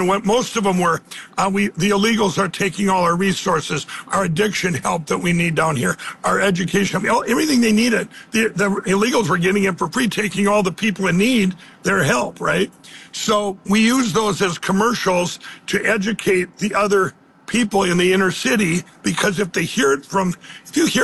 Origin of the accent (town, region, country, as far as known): Minneapolis, Minnesota, United States; born there